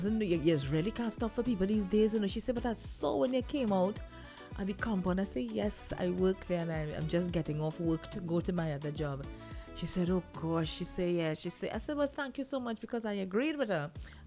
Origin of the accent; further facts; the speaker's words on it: Trinidad & Tobago; I love my country. I love being a Trinidadian.